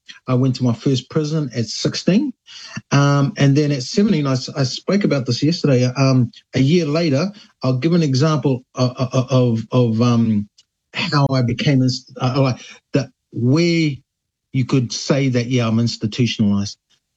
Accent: Matata, Bay of Plenty, New Zealand; also born or lived in Whakatane; She went back to Matata, where my grandparents were, to have me, and I was born in Whakatane Hospital.

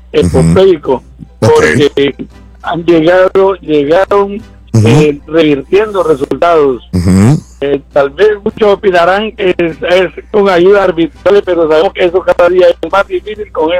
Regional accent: Honduras

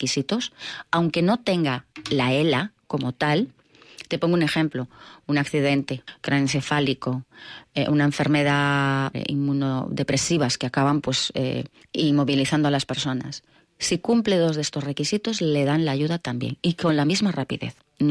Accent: Spain

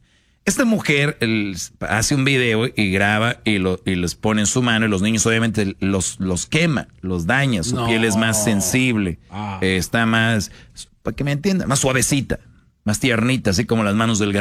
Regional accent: Monterrey, Nuevo León, Mexico; yo de niño en Monterrey sí jugábamos con eso

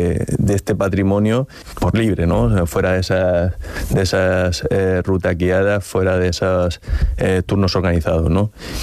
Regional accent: Monteagudo, Spain; yo soy de allí, de Monteagudo, soy del pueblecito de La Cueva

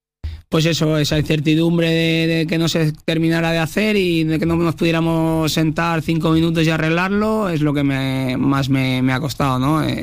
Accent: Crevillent, Valencian Community, Spain; por suerte vivo muy cerca y soy de aquí al lado

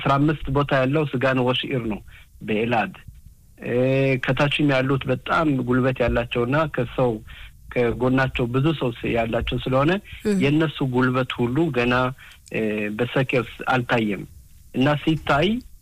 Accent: Gush Katif, Gaza Strip, Palestine; እኔ ያደግኩት ከጉሽ ካቲፍ

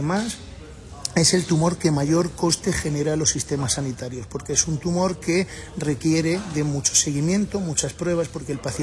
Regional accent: Spain; yo vengo de España

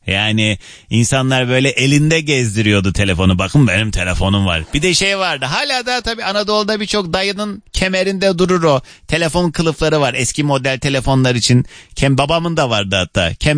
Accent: Istanbul, Turkey; born there; Küçükçekmece doğumluyum ben, evet.

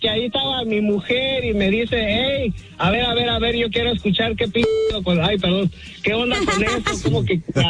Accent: Michoacán, Mexico; No, allá desde mi tierra natal, Michoacán, vale, y...

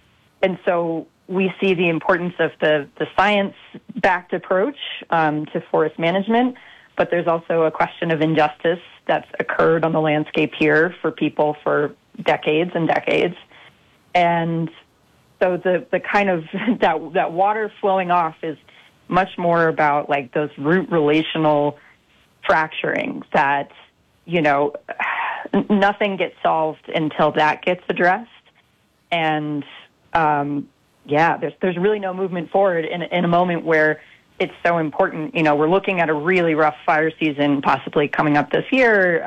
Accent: Maine, United States; moved away as an adult; now in Taos, United States; I grew up in the Northeast in Maine

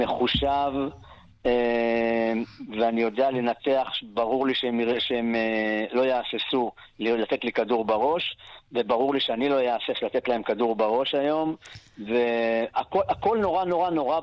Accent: Be'eri, Southern District, Israel; גדלתי במקום כמו בארי, בדפוס בארי, שהיינו ארגון לומד.

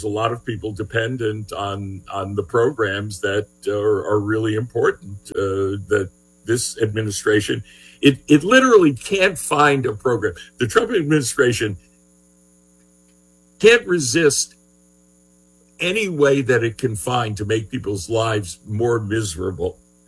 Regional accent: Shawnee, United States; from Shawnee

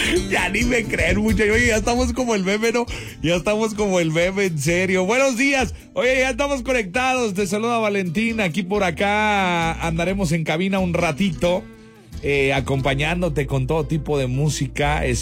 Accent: Mexico; se me hace que el del problema somos nosotros los mexicanos, ¿no?

